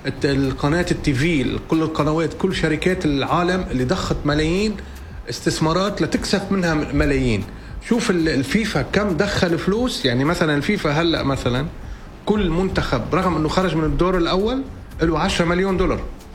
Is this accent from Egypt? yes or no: no; Lebanon; أنا كلبناني